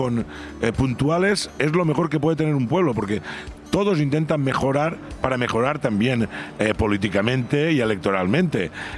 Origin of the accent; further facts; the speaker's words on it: Pego, Valencian Community, Spain; Yo soy de las personas que estoy muy orgullosa de ser de mi pueblo.